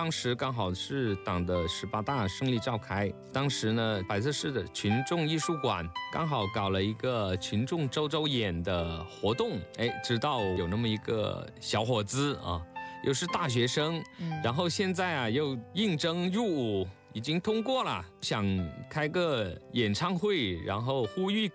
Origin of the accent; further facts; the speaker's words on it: Tianlin, Guangxi, China; 第二年我就回到了我的家乡田林